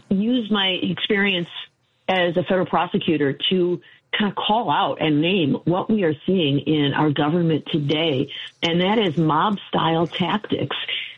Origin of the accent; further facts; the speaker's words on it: Michigan, United States; Many states, including my home state of Michigan, have created independent citizens councils that decide redistricting.